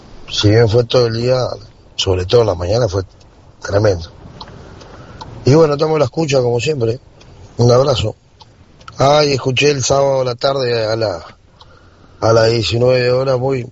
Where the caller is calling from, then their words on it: Montevideo, Uruguay; Vivo acá por la zona de Gruta del Lourdes.